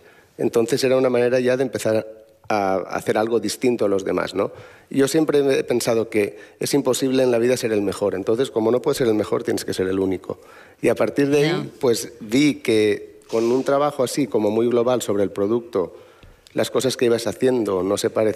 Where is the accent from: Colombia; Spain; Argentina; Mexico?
Spain; Barx, Valencian Community; el bar de la piscina de mi pueblo, un pueblo que se llama Barch, muy pequeñito, 1,000 habitantes